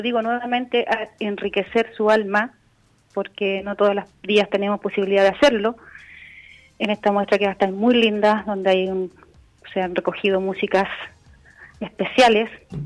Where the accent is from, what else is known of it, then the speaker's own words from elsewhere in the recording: Chile; somos solidarios los chilenos